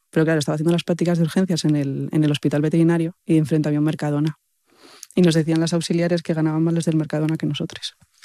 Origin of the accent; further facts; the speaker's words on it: Pría, Asturias, Spain; Pues yo nací en Pría, en Llanes, en una aldea de toda la vida. Estudié en Ribesella con Pablo Casanueva, que me sacó un par de años.